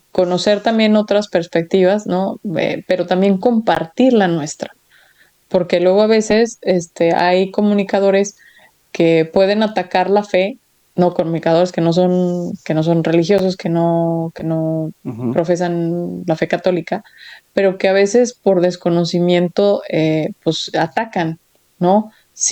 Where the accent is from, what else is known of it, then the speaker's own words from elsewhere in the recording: Mexico; andan de chapulines decimos en México